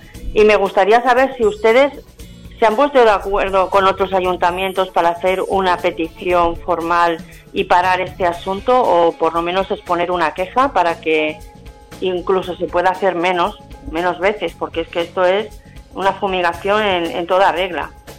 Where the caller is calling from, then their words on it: Cunit, Catalonia, Spain; Soy la vecina de Cunit.